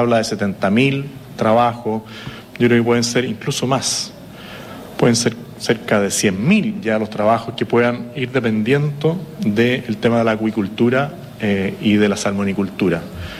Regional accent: Chile

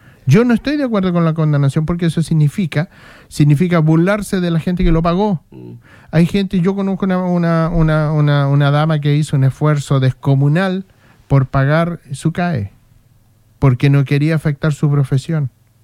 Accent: Chile; lo que nosotros veíamos como chilenos, la desigualdad, siendo nosotros nativos de esta patria

